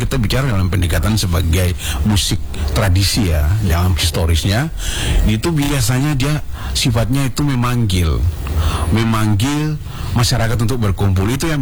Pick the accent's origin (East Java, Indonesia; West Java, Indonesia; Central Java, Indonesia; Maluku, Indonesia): Maluku, Indonesia; Tapi kemudian karena lokal jenisnya kita ya, orang Maluku, kemudian itu bisa dibuat menjadi salah satu alat musik tradisi.